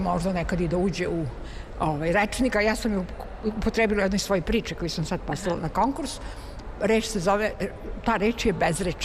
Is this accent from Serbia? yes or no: yes; Vršac, Vojvodina, Serbia; ja sam ljubitelj kulture, upražnjavala sam to još u detinjstvu, zato što sam rođena u Vršcu, to je jedan kulturni grad